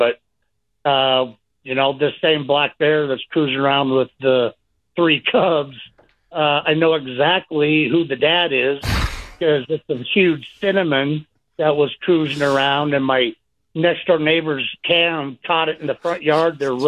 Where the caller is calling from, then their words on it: Bozeman, Montana, United States; So I live in Bozeman, Montana. We have bears cruising through my neighborhood all the time.